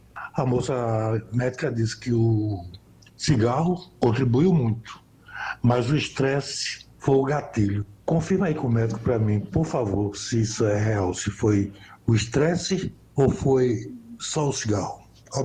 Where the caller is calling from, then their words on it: Rio Doce, Minas Gerais, Brazil; sou aqui de Rio Doce. Tenho 66 anos